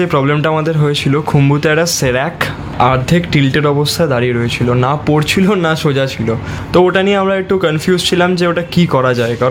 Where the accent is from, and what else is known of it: India